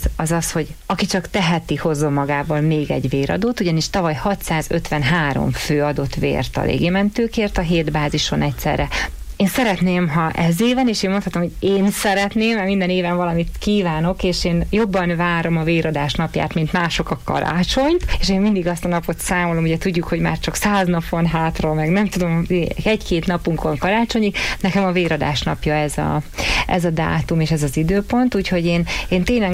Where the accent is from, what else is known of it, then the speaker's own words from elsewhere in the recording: Miskolc, Borsod-Abaúj-Zemplén, Hungary; én is miskolciként Szeretném, ha ez éven a miskolci véradási helyszínen jelenne meg a legtöbb véradó.